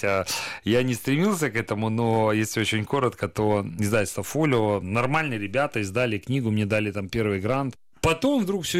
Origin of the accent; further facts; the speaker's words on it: Sevastopol, Crimea, Ukraine; я честно говорил, я из Севастополя.